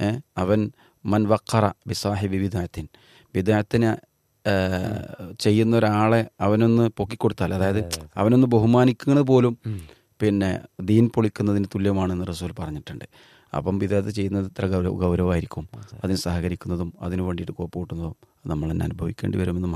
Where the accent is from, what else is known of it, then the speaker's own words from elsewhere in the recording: Kerala, India; മലയാളികളാണ് നമ്മള്